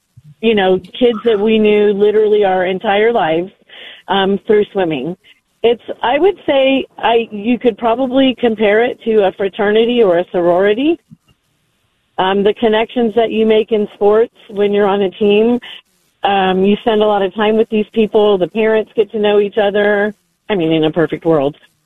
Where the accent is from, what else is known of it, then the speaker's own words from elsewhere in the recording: California, United States; now in Kerrville, Texas, United States; I grew up in Southern California